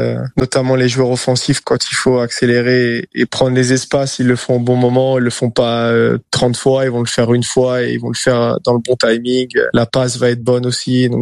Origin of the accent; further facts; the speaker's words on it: France; now in United States; en tant que Français vivant aux États-Unis